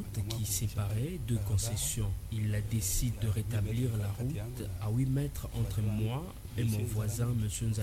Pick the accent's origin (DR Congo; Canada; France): DR Congo; En tant que Congolais, je sais qu'il appartient aux autorités de résoudre de tels conflits.